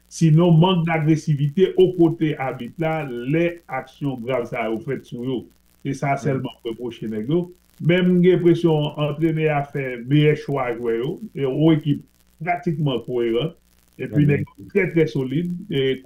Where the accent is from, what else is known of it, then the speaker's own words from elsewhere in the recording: Haiti; Mais moi, ouais, ça, mais moi, dis, je suis haïtien